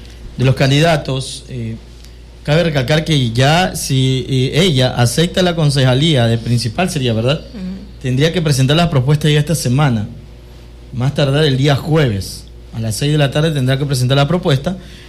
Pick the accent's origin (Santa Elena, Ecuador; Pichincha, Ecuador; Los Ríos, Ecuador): Los Ríos, Ecuador; Quevedo; Somos de Quevedo, nosotros todos nos conocemos.